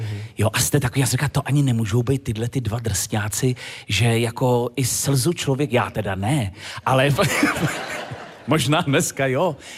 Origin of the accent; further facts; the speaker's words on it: Sokolov, Karlovy Vary Region, Czechia; Ještě, že jsem ze Sokolova.